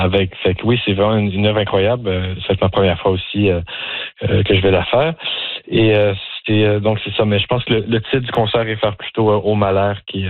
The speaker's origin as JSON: {"language": "French", "town": "Joliette", "region": "Quebec", "country": "Canada", "tie": "born or raised there", "said": "Moi, j'ai grandi à Joliette, au Québec, petite ville francophone à une heure de Montréal."}